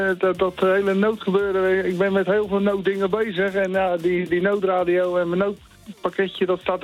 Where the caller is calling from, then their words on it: Rotterdam, South Holland, Netherlands; ik ben een Rotterdammer, pure Rotterdammer.